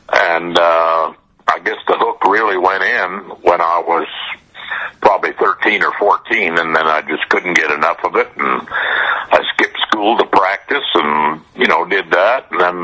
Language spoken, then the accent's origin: English; Vancouver, British Columbia, Canada; moved away as an adult; also born or lived in Los Angeles / Nashville / Austin, Texas; And then I moved from Canada, where I'm from originally, from Vancouver, Canada. I moved to Los Angeles and started playing full-time there as well right away